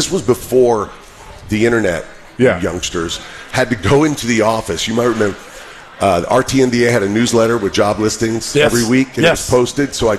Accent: Houston, Texas, United States; Oh, the backstory. Born in Houston. So this is great. You know, I'm an Oilers guy.

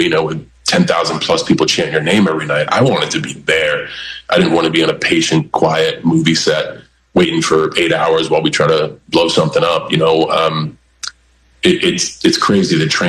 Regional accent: New England, United States; We're all from New England and like me, Mark Wahlberg, Matt Damon kind of share some weird similarities

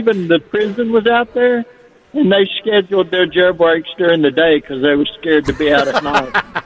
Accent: Nashville, Tennessee, United States; they found up I grew up in West Nashville, which has now suddenly become the cute name, The Nations.

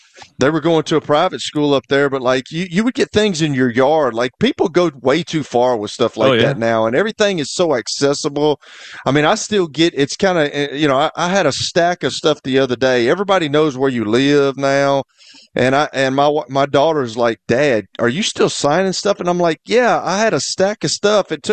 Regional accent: Fayetteville, North Carolina, United States; I'm from Fayetteville, man. Y'all know I'm country as cornbread

